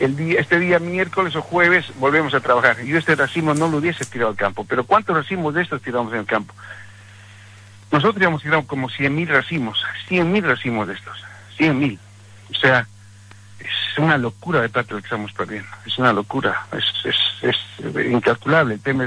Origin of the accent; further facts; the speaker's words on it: Villazón, Potosí, Bolivia; born there; also born or lived in Argentina; now in Chapare, Bolivia; yo nací en Villazón. Después de haber estudiado en la Argentina, me vine acá y bueno, desde hace 36 años estoy